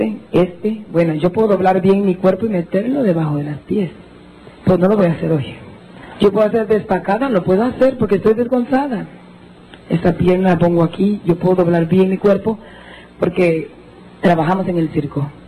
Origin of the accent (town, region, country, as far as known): Jutiapa, Guatemala